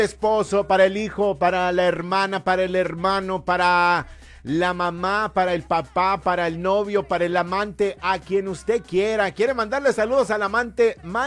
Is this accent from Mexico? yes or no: yes; Mexico